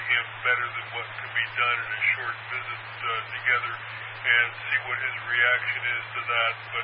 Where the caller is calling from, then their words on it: Altadena, California, United States; in Altadena.